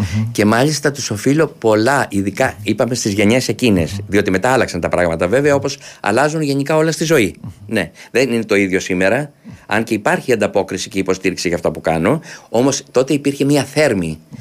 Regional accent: Kefalonia, Ionian Islands, Greece; moved away as an adult; also born or lived in Athens; αισθανόμουν οικία και στην Αθήνα ως Κεφαλονίτης.

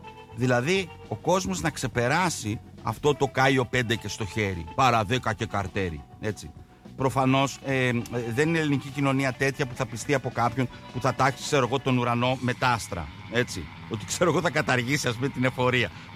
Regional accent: Greece

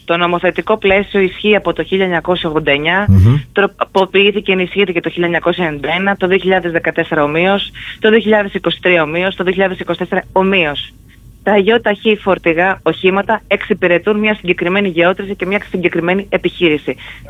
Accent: Zakynthos, Ionian Islands, Greece; ως Ζακυνθινή

